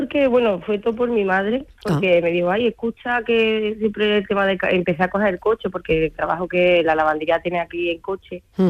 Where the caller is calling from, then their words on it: Córdoba, Andalusia, Spain; estoy en Córdoba, Córdoba capital.